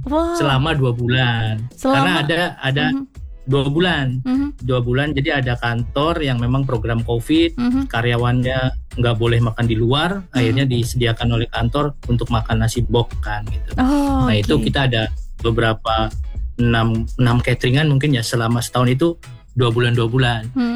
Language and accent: Indonesian; Aceh, Indonesia; aslinya saya sendiri Aceh, kemudian istri Jawa.